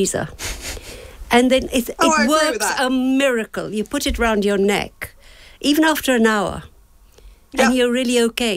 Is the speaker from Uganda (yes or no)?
yes; Uganda; moved away; I was born and raised in Uganda